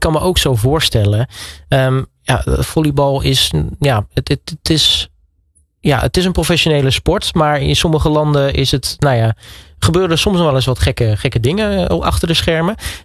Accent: Netherlands

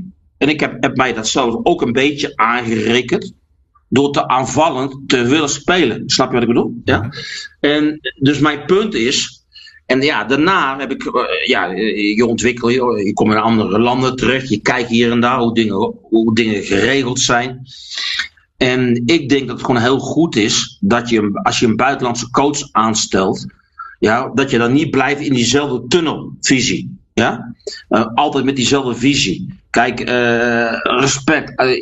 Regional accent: Netherlands; moved away as an adult; also born or lived in Kenya; Wij denken als Nederlanders.

